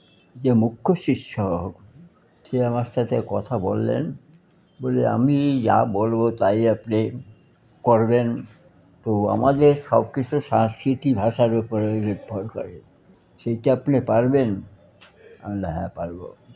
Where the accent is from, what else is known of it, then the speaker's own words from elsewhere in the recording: Tippera district, Chittagong Division, Bangladesh; moved away as an adult; also born or lived in Narayanganj, Bangladesh; now in Siliguri, India; আমার জন্ম হলো বাংলাদেশের, যখন জন্ম হয়েছে তখন ত্রিপুরা ছিল।